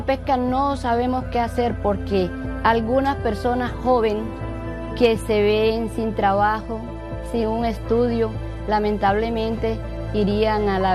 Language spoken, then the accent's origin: Spanish; Nueva Venecia, Magdalena, Colombia; born there; Yo nací aquí en Nueva Venecia, orgullosa de ser veneciana.